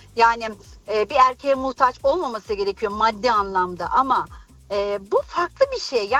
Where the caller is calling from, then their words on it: Frankfurt, Hesse, Germany; Frankfurt.